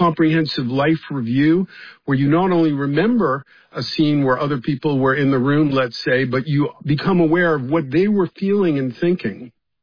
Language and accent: English; Bronx, New York, United States; when I grew up in the Bronx, I grew up listening to the Long John Neville show